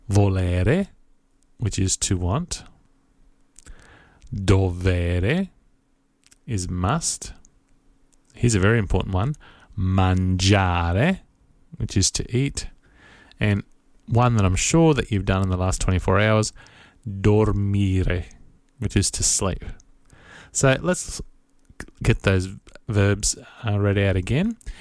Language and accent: English; Australia